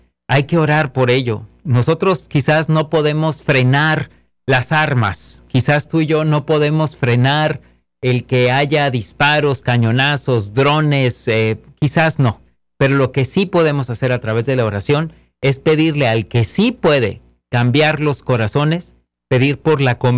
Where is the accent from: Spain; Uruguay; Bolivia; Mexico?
Mexico; en nuestro país, a los que somos mexicanos